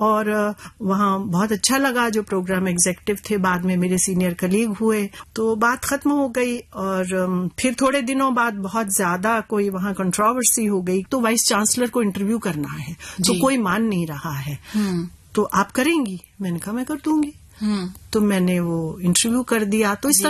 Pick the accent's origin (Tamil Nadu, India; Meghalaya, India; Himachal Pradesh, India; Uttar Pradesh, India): Himachal Pradesh, India; मैं हिमाचल की रहने वाली हूँ और मेरे नाना, जिनके यहाँ मेरा पालन पोषण हुआ, वो हिंदी नहीं जानते थे, स्क्रिप्ट नहीं जानते थे, तो उनको सिर्फ अंग्रेजी और उर्दू आता था और वहाँ उर्दू का काफी चलन है